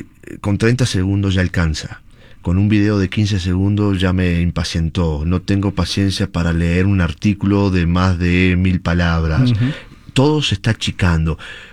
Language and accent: Spanish; Peru; creo que como peruano, me parece que los peruanos lo defienden a capa y espada